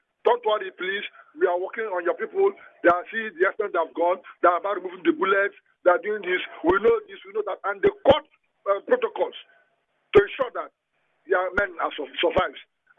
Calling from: Port Harcourt, Rivers, Nigeria; I'm coming from Port Harcourt.

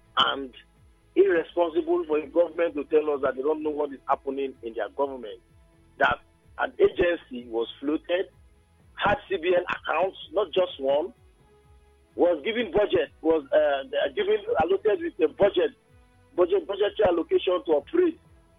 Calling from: Okrika, Rivers, Nigeria; I am calling from Okrika.

